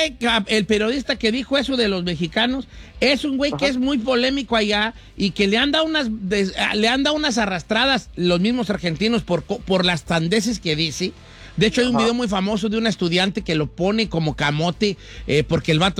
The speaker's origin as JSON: {"language": "Spanish", "country": "Mexico", "said": "Pero somos mexicanos, nosotros, vale."}